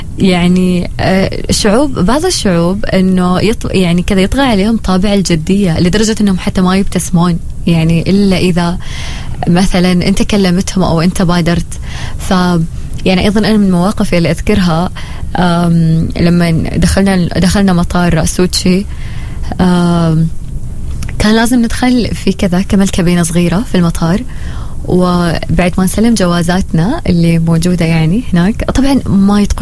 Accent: Oman; كوننا نحن شعب مبتسم يعني.

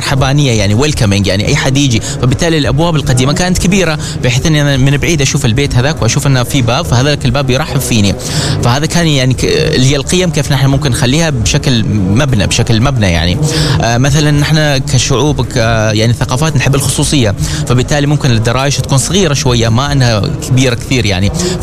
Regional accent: Oman

